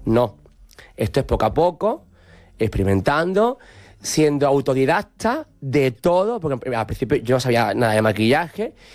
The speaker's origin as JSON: {"language": "Spanish", "region": "Andalusia", "country": "Spain", "said": "No me gusta, siendo andaluz no me gusta."}